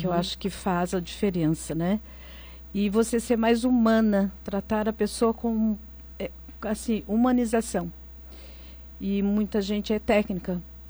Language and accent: Portuguese; Roseira, São Paulo, Brazil; Eu sou de Roseira.